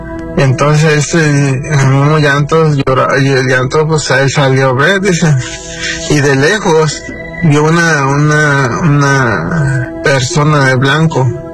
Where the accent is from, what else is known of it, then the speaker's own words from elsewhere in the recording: San Luis Potosí, Mexico; Yo vengo de, soy nativo de San Luis Potosí.